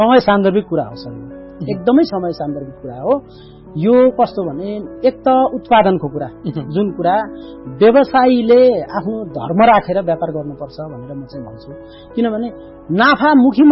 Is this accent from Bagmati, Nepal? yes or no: yes; Sindhupalchok, Bagmati, Nepal; now in Kathmandu, Nepal; मेरो घर सिन्धुपाल्चोक हो